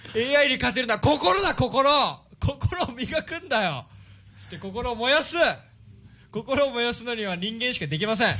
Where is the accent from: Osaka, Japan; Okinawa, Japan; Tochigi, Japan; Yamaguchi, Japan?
Okinawa, Japan; Itoman; 僕は実はね糸満市出身なんでね、